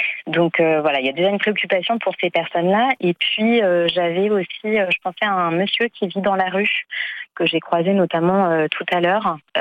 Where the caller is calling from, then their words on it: Ivry-sur-Seine, Île-de-France, France; je vous appelle d'Ivry-sur-Seine, en région parisienne.